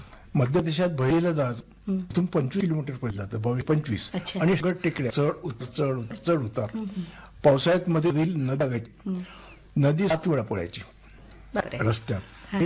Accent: Buldhana, Maharashtra, India; अजून आमच्या घरी बुलढाणा मी असताना

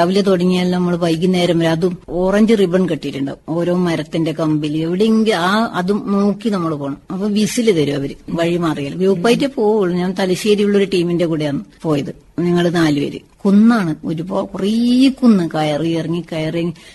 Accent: Karivellur, Kerala, India; ഞാൻ ജനിച്ചത് കരിവള്ളൂരിലാണ്. ദാരിദ്ര്യം കഷ്ടപ്പാടുമായിരുന്നു. അമ്മയും അച്ഛനും സാധാരണ കൂലിപ്പണിക്കാരായിരുന്നു. അപ്പൊ ഞങ്ങൾ 7 മക്കളായിരുന്നു.

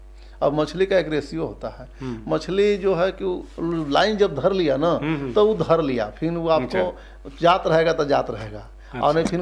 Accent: Garhwa district, Jharkhand, India; और हम लोग गढ़वा जिला का ही हो करके

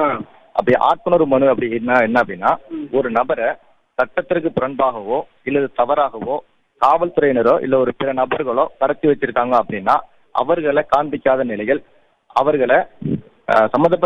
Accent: Kulamangalam, Tamil Nadu, India; moved away as an adult; also born or lived in Chennai; now in Nagapattinam, India; என்னோட சொந்த ஊர் பாத்தீங்கன்னா தஞ்சாவூர் மாவட்டம் ஒரத்தநாடு வட்டம் குளமங்கலம் கிராமம்.

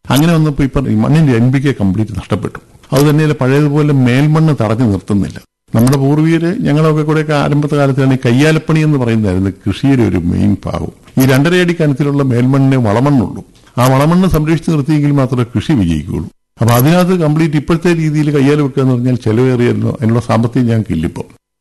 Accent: Pala, Kerala, India; കുട്ടിക്കാലം പ്ലാശനാൽ LP സ്കൂളിലാണ് 1 മുതൽ 4 വരെ പഠിച്ചത്.

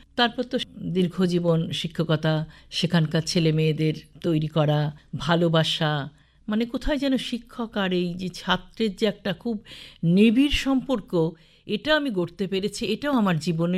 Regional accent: Siliguri, West Bengal, India

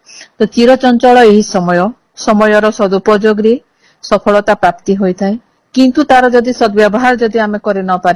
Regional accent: Balangir, Odisha, India; ବଲାଙ୍ଗୀରରୁ।

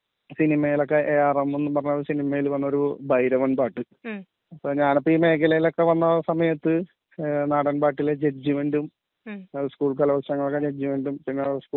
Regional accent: Mulavukad, Kerala, India; മുളവുകാട് ഒരു ഗ്രാമത്തിൽ ജനിച്ചു വളർന്നാണ്.

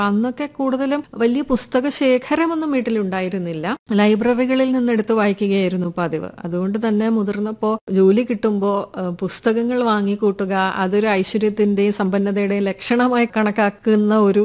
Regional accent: Kulathupuzha, Kerala, India; moved away as an adult; also born or lived in Vellayani; now in Dubai, United Arab Emirates; എന്റെ കുട്ടിക്കാലം, ഞാൻ ജനിച്ച് വളർന്നത് കുളത്തുപ്പുഴ എന്ന് പറയുന്ന തെന്മലയ്ക്കടുത്തുള്ള തമിഴ്നാട് ബോർഡറായിട്ടുള്ള ഒരു പ്രദേശത്തായിരുന്നു. അപ്പൊ അത് മലകളും കുന്നുകളും പുഴകളും ഒക്കെയുള്ള ഒരു ഗ്രാമാന്തരീക്ഷമുള്ള ഒരു സ്ഥലമായിരുന്നു.

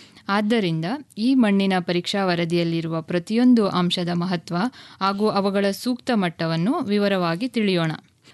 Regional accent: Kolar, Karnataka, India; now in Mysore, India; ನಾನು ಮೂಲತಃ ಕೋಲಾರದಿಂದ ಬಂದಿದ್ದೇನೆ.

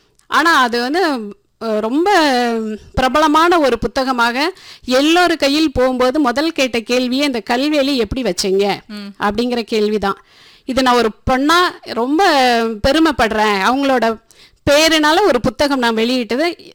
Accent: Shekkalmudi, Tamil Nadu, India; நான் பிறந்து வளர்ந்ததெல்லாம் வால்பாறை பக்கத்தில் இருக்கிற ஷேக்கில் முடி அப்படிங்கிற எஸ்டேட்ல தான் பிறந்து வளர்ந்தேன்.

